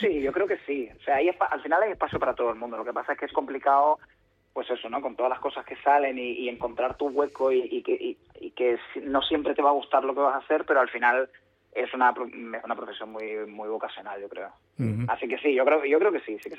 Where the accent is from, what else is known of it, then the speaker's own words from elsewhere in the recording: Sant Pere de Ribes, Catalonia, Spain; Yo soy de Sant Pere de Ribes.